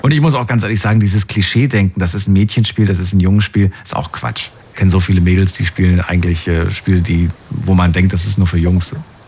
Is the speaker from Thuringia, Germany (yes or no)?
yes; Thuringia, Germany; weil ich auch aus Thüringen bin